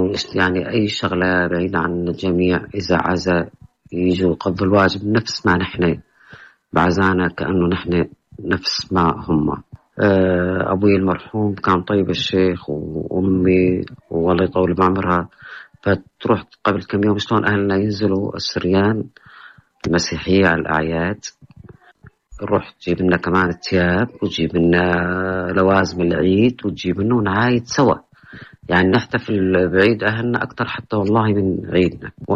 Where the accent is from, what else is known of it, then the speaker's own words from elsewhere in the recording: Al-Hasakah Governorate, Syria; أنا من قرية الوطوطية امرأة مسلمة سيدة مسلمة وعشت عمري طفولتي بين قريتنا قريتنا السريان طبعا تتميز بأهلنا السريان المسيحية وعشت بينهم واللغة أتقنها يعني كثير كويس